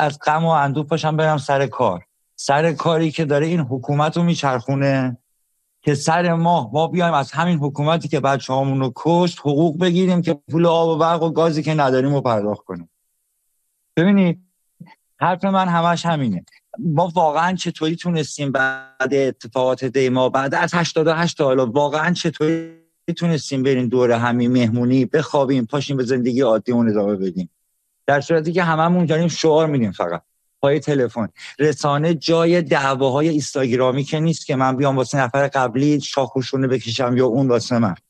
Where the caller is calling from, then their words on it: Iran; من به عنوان یک ایرانی